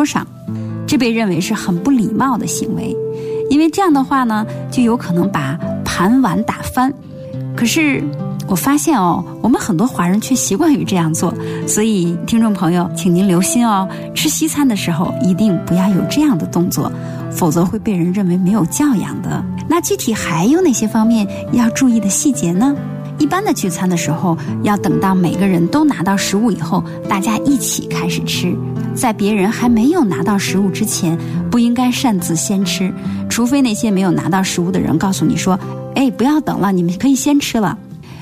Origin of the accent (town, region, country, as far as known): China